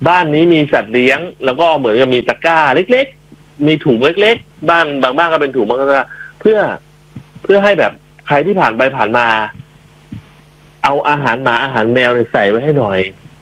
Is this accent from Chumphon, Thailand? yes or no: no; Chachoengsao, Thailand; born there; ผมเป็นคนเกิดน่าจะเป็นภูมิลำเนาเกิดเลยแหละเกิดที่ฉะเชิงเทราเนี่ยแหละ